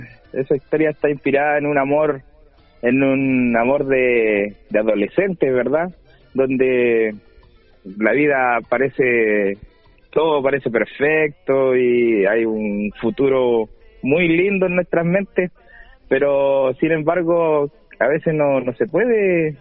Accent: Los Ríos, Chile; yo soy un artista independiente de la región de Los Ríos

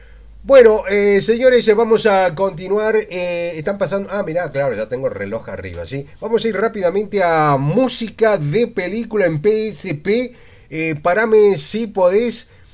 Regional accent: Argentina; somos argentinos

